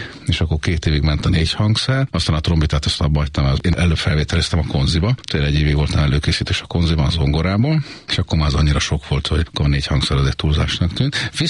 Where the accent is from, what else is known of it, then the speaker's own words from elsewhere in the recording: Budapest, Hungary; Budapesten születtem, édesanyám hegedű tanár, édesapám brácsázott az operában, szóval erre mondják azt, hogy zenész családba született. Itt nőttem föl először a harmadik kerületben